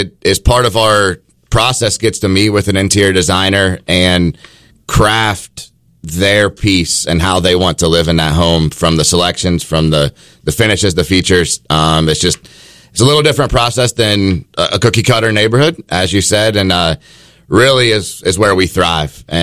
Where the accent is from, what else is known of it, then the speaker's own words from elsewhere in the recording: Ohio, United States; I grew up in the industry. I'm from West Central Ohio, and construction was the family business.